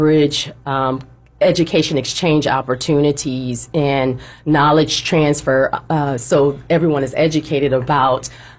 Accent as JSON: {"language": "English", "town": "Flint", "region": "Michigan", "country": "United States", "lives_now": "Charlotte, United States", "said": "from the Fly NT, Flint, Michigan. It is. But I'm based here in Charlotte, North Carolina"}